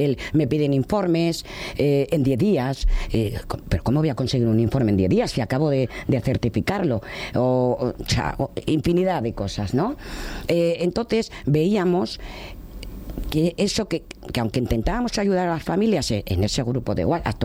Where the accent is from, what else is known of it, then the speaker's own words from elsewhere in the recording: Basque Country, Spain; la mayoría de las personas de la Junta Directiva pues somos del País Vasco